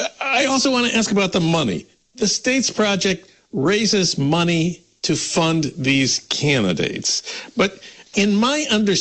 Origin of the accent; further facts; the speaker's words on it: Minnesota, United States; born there; My priority is my home state of Minnesota.